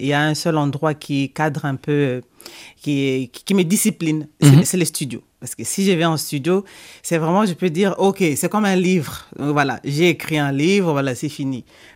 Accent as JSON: {"language": "French", "town": "Mbuji-Mayi", "region": "Kasaï-Oriental", "country": "DR Congo", "also_born_or_lived": "Kinshasa", "said": "je suis chanteuse-guitariste, originaire de la République démocratique du Congo."}